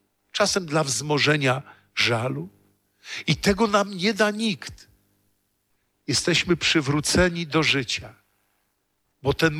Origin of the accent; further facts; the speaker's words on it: Warsaw, Masovian Voivodeship, Poland; Wychowywałem się na warszawskiej Pradze, wiecie, tam Wisła, most Śląsko-Dąbrowski niedaleko, Baza Różyckiego.